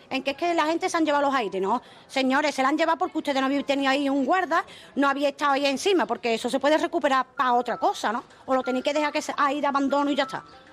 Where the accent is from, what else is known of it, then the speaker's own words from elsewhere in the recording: Écija, Andalusia, Spain; yo he nacido aquí, me voy a quedar aquí